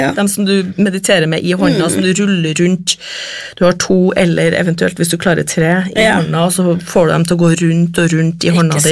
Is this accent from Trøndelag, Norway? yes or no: yes; Trondheim, Trøndelag, Norway; når jeg vokste opp I Trondheim, så var det Kina-restauranten, og så var det pepperspizza.